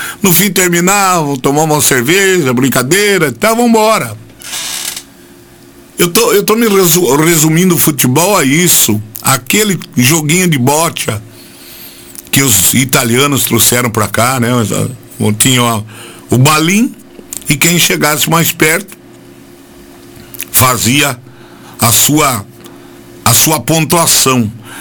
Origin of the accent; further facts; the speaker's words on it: Brazil